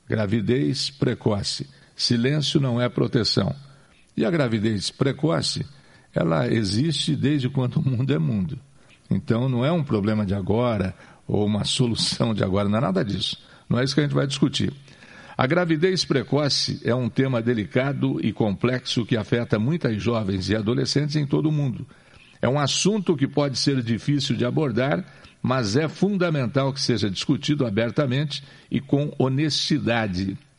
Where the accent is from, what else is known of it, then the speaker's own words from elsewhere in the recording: Paraná, Brazil; aqui do nosso estado do Paraná